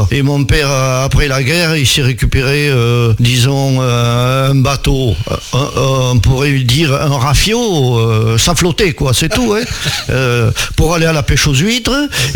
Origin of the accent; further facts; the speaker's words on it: Nouvelle-Aquitaine, France; Alors donc, on a habité sur le port de Richard.